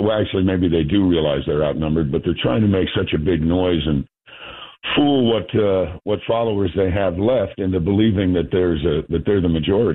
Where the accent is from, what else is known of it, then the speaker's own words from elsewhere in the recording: Mount Kisco, New York, United States; I'm from New York, and that's one of the big surprises. People don't really realize that. I'm from Mount Kisco, New York.